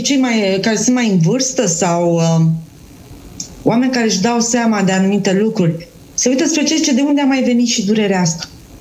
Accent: Bucharest, Romania; Eu fiind în București, eu sunt din București.

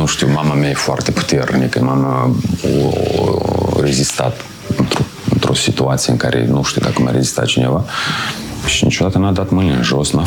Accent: Moldova; moved away; also born or lived in Saint Petersburg / London; ca moldoveni

